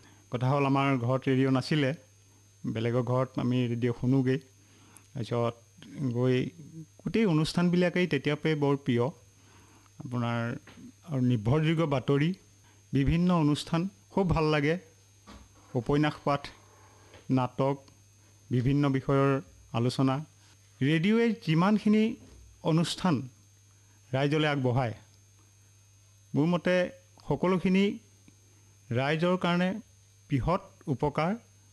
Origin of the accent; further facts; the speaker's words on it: Pagahali, Assam, India; মই মৰিগাঁও জিলাৰ মিকিভেটা ৰাজহচক্ৰ অন্তৰ্গত পাগহালি গাঁৱৰ পৰা আহিছোঁ।